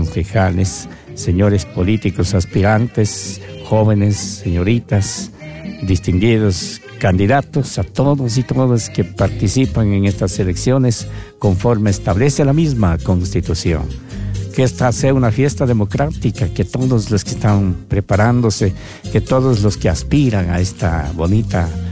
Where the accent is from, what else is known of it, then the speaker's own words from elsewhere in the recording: Ecuador; Esta es mi tierra linda, el Ecuador retiene de todo, ¿ah?